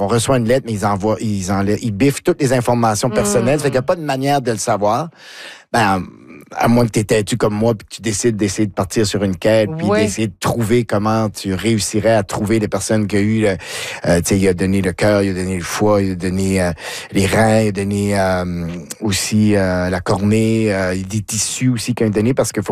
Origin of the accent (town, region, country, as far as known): McLeod, New Brunswick, Canada; born or raised there